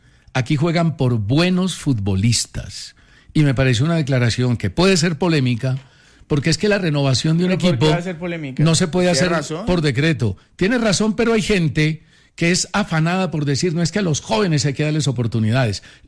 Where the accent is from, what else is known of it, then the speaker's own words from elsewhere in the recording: Colombia; Y es un problema de que somos colombianos.